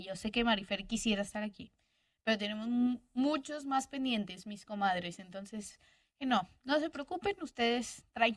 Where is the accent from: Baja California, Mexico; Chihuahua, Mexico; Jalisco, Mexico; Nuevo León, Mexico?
Nuevo León, Mexico; Monterrey; creo que así estamos los regios.